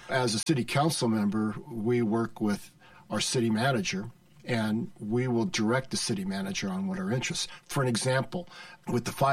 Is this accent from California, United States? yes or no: yes; Modesto, California, United States; I was raised here in Modesto, attended Stanislaus Union, Grace M. Davis High School